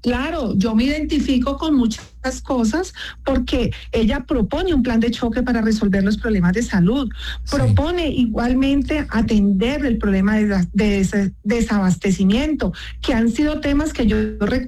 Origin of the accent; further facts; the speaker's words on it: Valle del Cauca, Colombia; Si alguien ha sido víctima de la violencia política de género, somos las mujeres del Valle del Cauca